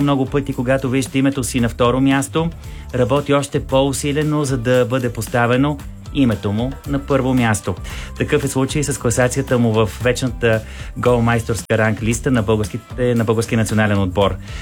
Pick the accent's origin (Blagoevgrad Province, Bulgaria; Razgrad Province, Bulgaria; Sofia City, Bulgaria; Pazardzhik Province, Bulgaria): Pazardzhik Province, Bulgaria; Pazardzhik; ми беше важно да гледам спектакъла точно в Пазарджик. Защото и друг път съм споделял с вас и с нашите слушатели, че това е моя роден град.